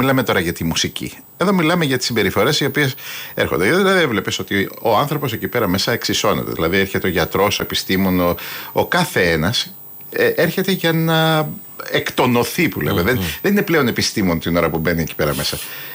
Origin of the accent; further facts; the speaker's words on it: Athens, Attica, Greece; born there; also born or lived in Mumbai, India; Όταν ήρθα εδώ στην Αθήνα ήμουνα ένας μπέμπις που δεν τον έπιανε το μάτι σου.